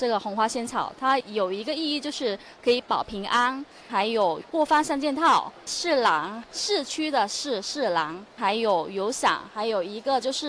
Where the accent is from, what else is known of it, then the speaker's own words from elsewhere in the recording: Guangdong, China; 我们潮汕话叫"嘎逼"，也就是我们下南洋的时候拿的一个行李箱，